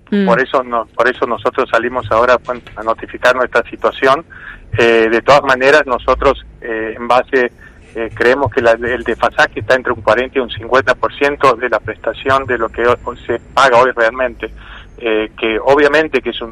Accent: Santiago del Estero, Argentina; yo soy de Santiago del Estero.

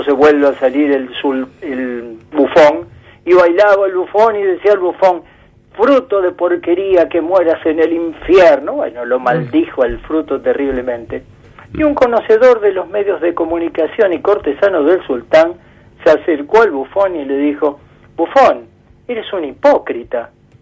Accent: Argentina; cómo somos los argentinos

